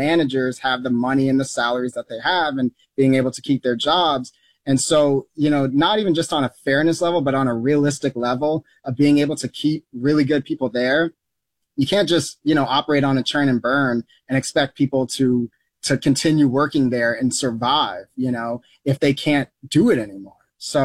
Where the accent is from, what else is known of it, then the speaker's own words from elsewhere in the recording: Atlanta, Georgia, United States; now in White Plains, United States; you know, a snowstorm happened here in White Plains, you know, I'm from Atlanta, so I'm not used to snow.